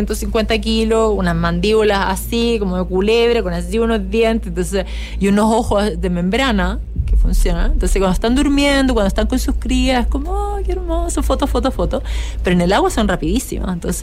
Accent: Chile; sigo siendo la única chilena que cruzó el Canal de la Mancha

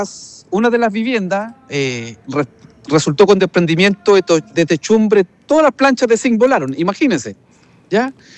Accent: Chile; como vecino, como chileno común y corriente

